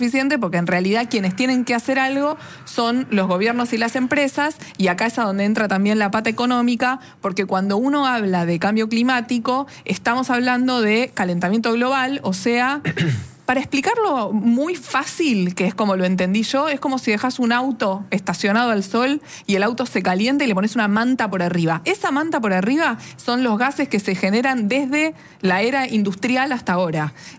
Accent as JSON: {"language": "Spanish", "country": "Argentina", "said": "los países como la Argentina"}